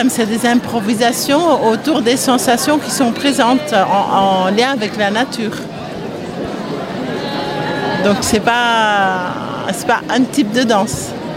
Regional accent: Flanders, Belgium; French is a second language; moved away as an adult; now in France; Je suis flamande.

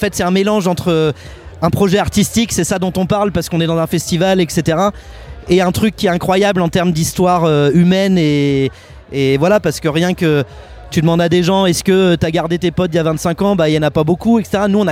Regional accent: Chartres, Centre-Val de Loire, France; moved away; On est originaire de Chartres. Donc Chartres. Et donc notre QG, c'est Chartres, on va dire.

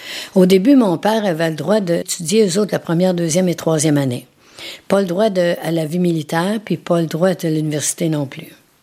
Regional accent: Wendake, Quebec, Canada; Je suis née ici à Wendake, j'ai de 75 ans et plus.

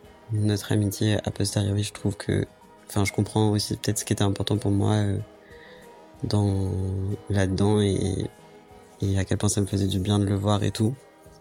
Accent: Grenoble, Auvergne-Rhône-Alpes, France; moved away; On a grandi à Grenoble tous les deux.

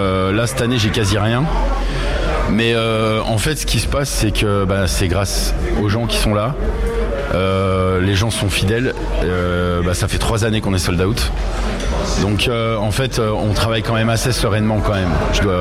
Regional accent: Montagny, France; Donc moi j'habite sur la commune, j'ai grandi en fait à Montagny dans ce village

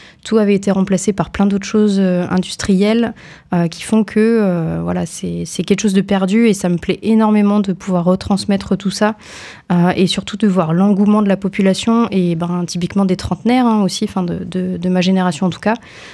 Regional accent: Grand Est, France; accent: Ardennes; now in Nyons, France; je suis pas originaire de la Drôme du tout. Peut-être certains reconnaîtront mon accent ardennais, je ne sais pas.

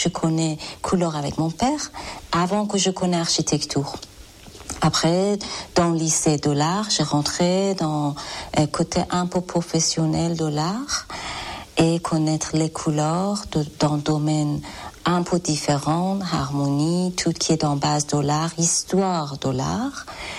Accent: Iran; French is a second language; moved away as an adult; now in France; Je suis iranienne, nationalité iranienne, mais quelques années que j'habite en France.

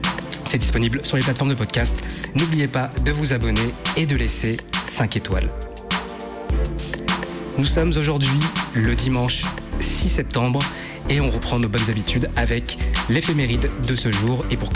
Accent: France; chez nous, en France

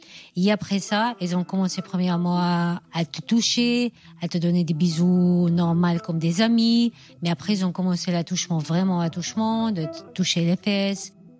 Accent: Spain; moved away as an adult; also born or lived in Tangier, Morocco / Canary Islands; now in France; Je suis d'origine de Tanger, Maroc, mais j'ai grandi en Espagne.

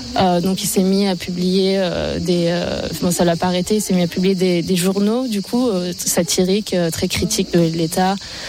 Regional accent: Turkey; moved away; je suis originaire de Turquie

